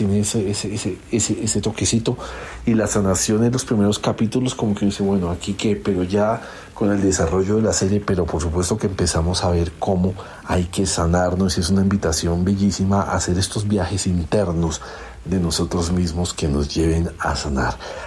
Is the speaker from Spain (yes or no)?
no; Colombia; vamos con música de mi tierra